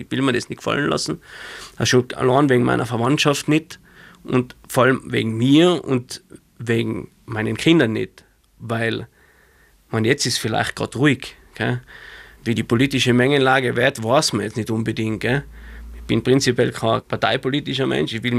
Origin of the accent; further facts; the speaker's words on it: Innsbruck, Tyrol, Austria; Also bei uns in Innsbruck sagt man zu den Nicht-Jenischen Gaci.